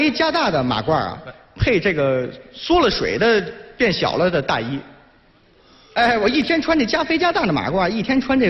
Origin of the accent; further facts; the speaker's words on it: Tangshan, Hebei, China; 老唐山呢？